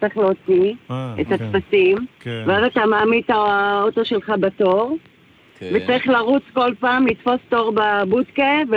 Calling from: Petah Tikva, Central District, Israel; פתח תקווה.

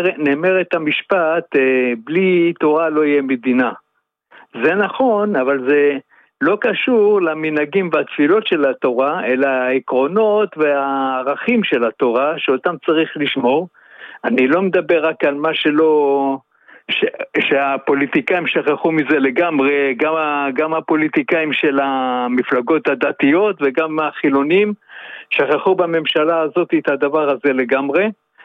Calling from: Tel Aviv, Tel Aviv District, Israel; מתל אביב.

